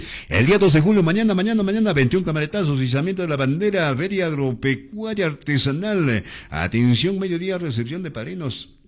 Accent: Sicuani, Cusco, Peru; Saludos a mi tierra linda, la tierra de Sicuani lindo.

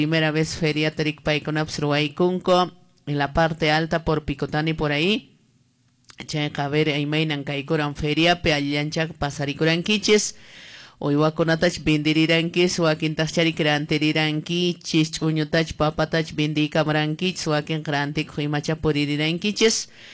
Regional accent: Cusco, Peru; Porque siendo chumbivilcano, siendo cusqueño. Ni siquiera conocemos algunos, ¿no?

